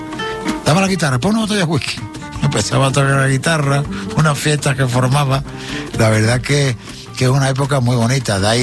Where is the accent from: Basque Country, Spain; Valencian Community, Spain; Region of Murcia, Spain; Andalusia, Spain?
Andalusia, Spain; also born or lived in Madrid; soy un andaluz madrileño y un madrileño andaluz